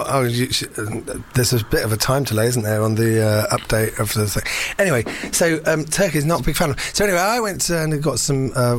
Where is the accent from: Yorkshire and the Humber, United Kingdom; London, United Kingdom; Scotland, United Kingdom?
London, United Kingdom; Finsbury Park; also born or lived in St Albans; I didn't grow up in St Albans. I grew up in Finsbury Park, and then we moved to St Albans much later.